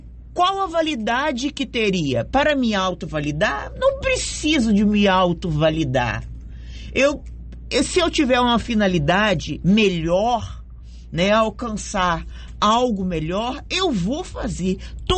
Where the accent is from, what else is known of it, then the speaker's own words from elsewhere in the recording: Minas Gerais, Brazil; moved away; Sou mineira.